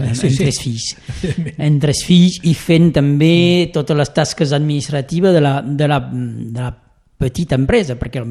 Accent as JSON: {"language": "Catalan", "town": "Ria-Sirach", "region": "Occitania", "country": "France", "tie": "born or raised there", "also_born_or_lived": "Prades", "first_language": "French", "second_language": "Catalan", "said": "sóc molt lligat a Rià, tens raó de posar l'èmfasi sobre això, sóc molt lligat a Rià. Vaig a l'escola maternal i al primari a Rià."}